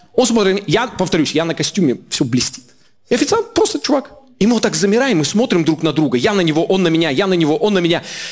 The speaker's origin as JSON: {"language": "Russian", "town": "Ust-Kamenogorsk", "region": "East Kazakhstan Region", "country": "Kazakhstan", "tie": "born or raised there", "moved": "yes", "lives_now": "Moscow, Russia", "said": "Я редко бываю в родном городе, в Усть-Каменогорске. Я в основном нахожусь в Москве."}